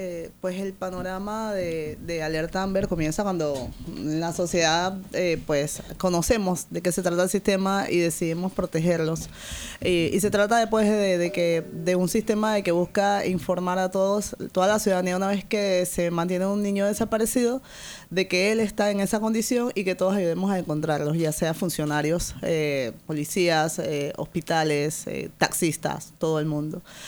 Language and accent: Spanish; Colón, Panama; Sí, yo soy de Colón.